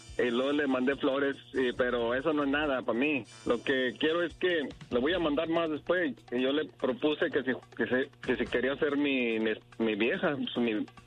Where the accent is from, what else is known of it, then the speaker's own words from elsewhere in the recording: Torreón, Coahuila, Mexico; miré que era de Torreón y pues yo también soy de Torreón, de allá mismo